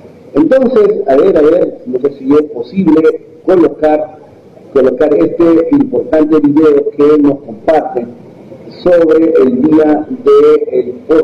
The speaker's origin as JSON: {"language": "Spanish", "region": "Selva Central", "country": "Peru", "said": "nosotros, quienes somos aquí de Selva Central"}